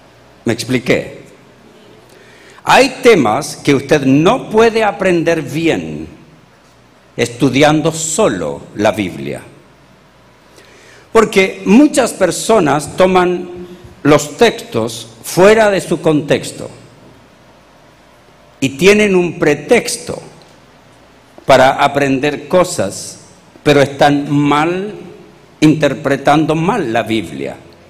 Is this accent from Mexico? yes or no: no; Chile; lo que yo aprendí como chileno, o lo que yo aprendí con el paso del tiempo.